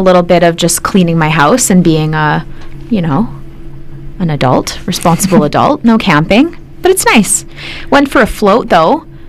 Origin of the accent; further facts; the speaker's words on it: Saskatchewan, Canada; now in Alberta, Canada; I'm from Saskatchewan originally. And the lakes are, I mean, I haven't been in many years, but growing up, the lakes were gorgeous in my home province. And then when I moved to Alberta